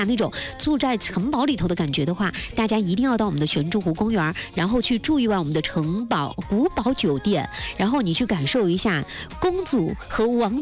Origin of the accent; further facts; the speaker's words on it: Sichuan, China